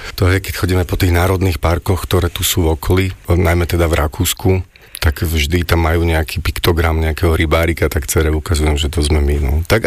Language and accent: Slovak; Bratislava, Bratislava Region, Slovakia; born there; ja som v Nitre nikdy nebýval, tak som si uvedomil po tých 15 rokoch každodenných ciest, že asi na otázku, kde je môj domov, poviem, že asi Bratislava. Ja som s tým mestom veľmi spätý, aj teraz ako chodím s dcérou po Bratislave a ako žijeme vlastne tu